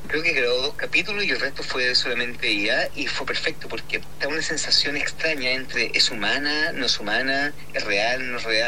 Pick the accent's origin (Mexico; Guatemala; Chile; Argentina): Chile; como chileno y latinoamericano